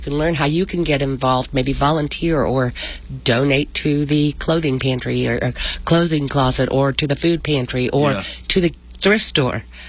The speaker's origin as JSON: {"language": "English", "town": "Cleveland", "region": "Mississippi", "country": "United States", "tie": "born or raised there", "said": "my hometown of Cleveland, Mississippi."}